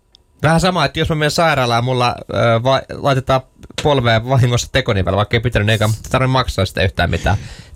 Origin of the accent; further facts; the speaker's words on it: Kirkkonummi, Uusimaa, Finland; Kirkkonummella itse asiassa vieläpä kylässä, mistä olen kotoisin